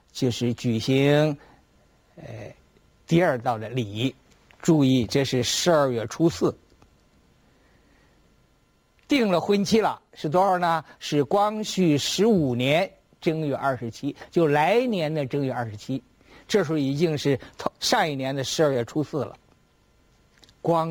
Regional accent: China; 我们中国人，北京人

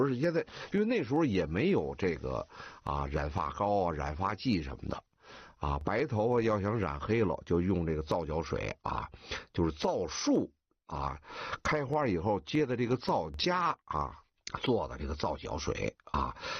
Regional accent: Beijing, China; born there; 这个老北京人家里边院子里种枣树很普遍呢啊。我记得我小的时候住在外公家啊，他家的院子里就种着两棵枣树。

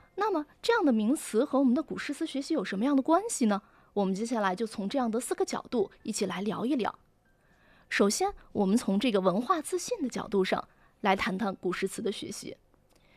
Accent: China; 我们是中国人，我们要认同自己的民族身份，这是刻在我们血脉之中的。

